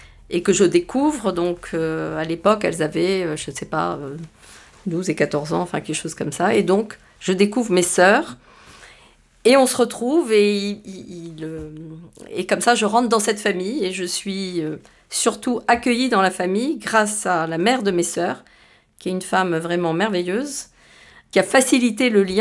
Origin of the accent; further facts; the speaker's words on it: Morocco; born there; Je lui dis, parce que je suis née au Maroc.